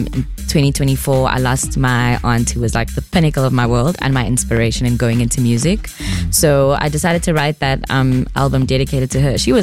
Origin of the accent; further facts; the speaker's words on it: Durban, KwaZulu-Natal, South Africa; now in Johannesburg, South Africa; I grew up in Durban. I know Durban very well. But then I went to boarding school in what is now known as Gqeberha, formerly known as Port Elizabeth.